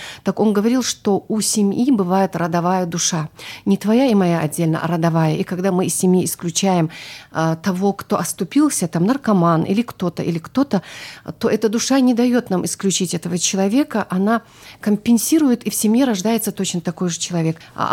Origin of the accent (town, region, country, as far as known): Dagestan, Russia